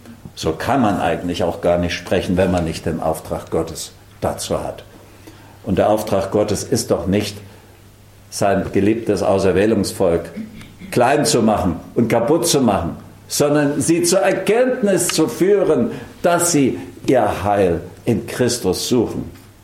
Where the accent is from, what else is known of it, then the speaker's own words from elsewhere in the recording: Germany; wir als Deutsche